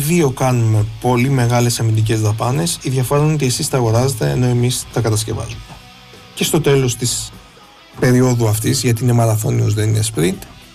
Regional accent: Epirus, Greece; εγώ επαρχιώτης είμαι από την Νέα Ήπειρο

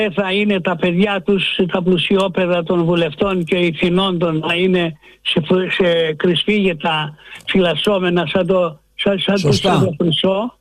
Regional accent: Galatsi, Attica, Greece; Καλησπέρα … είμαι από Γαλάτσι.

